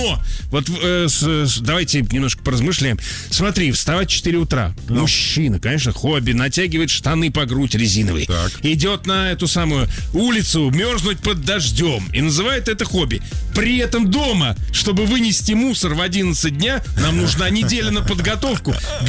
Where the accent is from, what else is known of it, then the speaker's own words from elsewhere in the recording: Saint Petersburg, Russia; Итак, здравствуйте, вечер на русском. Я из Санкт-Петербурга.